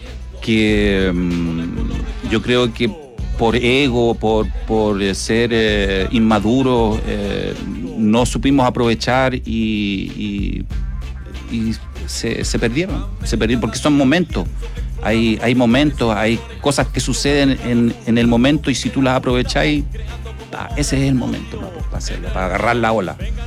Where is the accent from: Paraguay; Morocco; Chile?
Chile; los chilenos no somos europeos, somos mestizos, somos mezcla de indios con toda clase de gente que ha llegado a este país